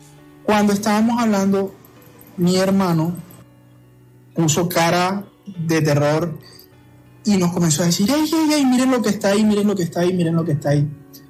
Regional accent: Ciénaga, Magdalena, Colombia; Bueno, la historia no es acá en Barranquilla, es un pueblo de Magdalena, de donde yo soy oriundo, de Siena de Magdalena.

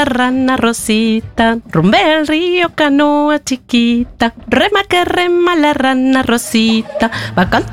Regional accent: Santa Fe, Argentina; somos re argentinos, santafesinos, nos comemos la S y hacemos la cumbia santafesina.

